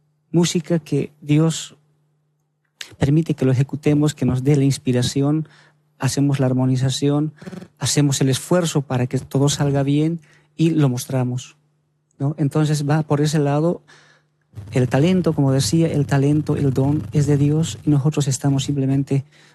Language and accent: Spanish; La Paz, Bolivia; Somos bolivianos.